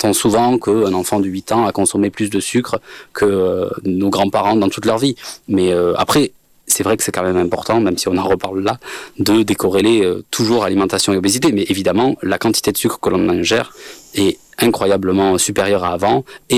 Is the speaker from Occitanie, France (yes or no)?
yes; Béziers, Occitanie, France; born or raised there